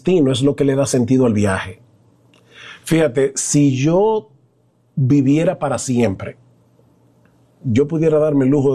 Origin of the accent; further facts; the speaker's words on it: San Juan de la Maguana, San Juan, Dominican Republic; moved away; cuando yo vivía en mi pueblo, San Juan de la Maguana, que había una época del año que tú te levantabas por la mañana y había mucho vapor, mucha niebla, porque era muy húmedo.